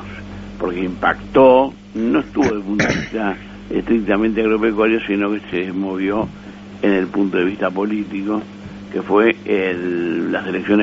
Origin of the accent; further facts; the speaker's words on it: Uruguay; Desde el punto de vista estrictamente uruguayo